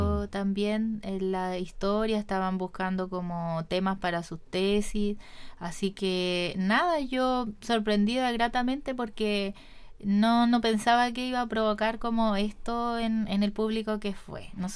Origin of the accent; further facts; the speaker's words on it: Longaví, Maule, Chile; yo que soy de la Quinta